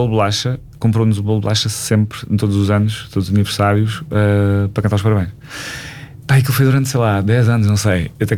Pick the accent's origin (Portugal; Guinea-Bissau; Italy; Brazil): Portugal; Ribatejo; eu sou de Ribatejo, portanto, sempre tive um contacto com o campo e com a natureza